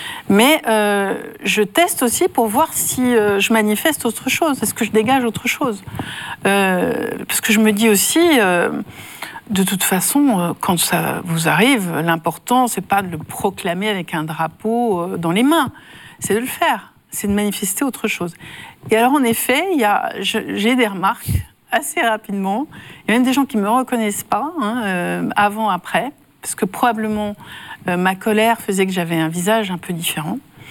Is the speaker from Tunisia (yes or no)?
no; Nancy, Grand Est, France; à Nancy, ma ville natale